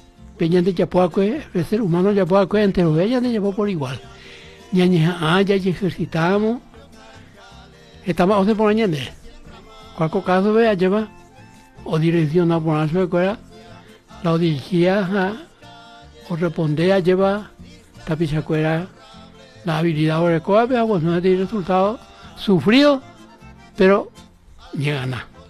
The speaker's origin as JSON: {"language": "Spanish", "country": "Paraguay"}